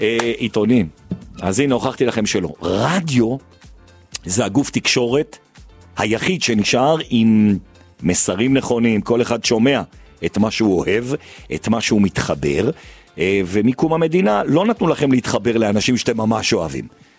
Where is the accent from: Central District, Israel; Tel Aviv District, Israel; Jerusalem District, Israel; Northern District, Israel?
Jerusalem District, Israel; Jerusalem; אז אני ימני, ירושלמי, אוהד ביתר, מזרחי, וגאה.